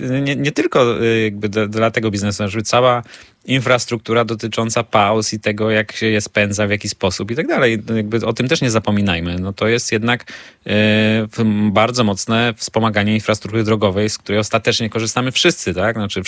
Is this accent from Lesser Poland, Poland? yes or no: no; Gdańsk, Pomeranian Voivodeship, Poland; jako gdańszczanin